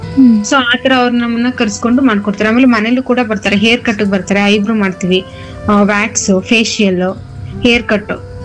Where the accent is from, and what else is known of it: Karnataka, India